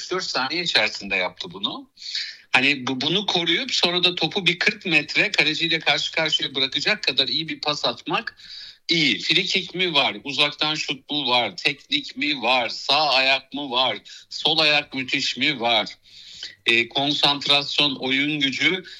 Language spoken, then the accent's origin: Turkish; Black Sea Region, Turkey; Ben Fatih Hoca'yı çok çok cani gönülden seven bir Karadenizliyim.